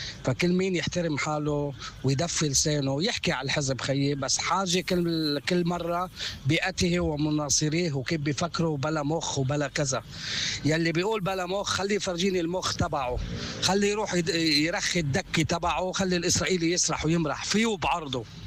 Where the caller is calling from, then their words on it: Baalbek, Baalbek-Hermel, Lebanon; من بعلبك.